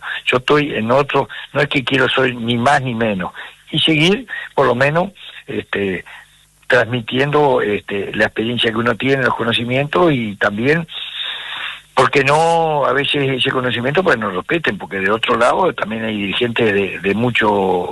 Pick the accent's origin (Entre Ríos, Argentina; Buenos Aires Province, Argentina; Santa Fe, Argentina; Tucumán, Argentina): Entre Ríos, Argentina; considero más entrerriano, a pesar de que por ahí muchos me preguntan qué soy. Bueno, soy eso.